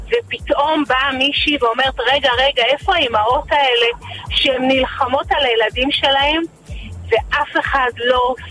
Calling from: Elkana, West Bank, Israel; אני מאלקנה.

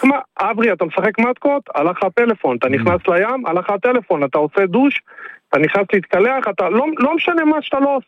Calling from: Central District, Israel

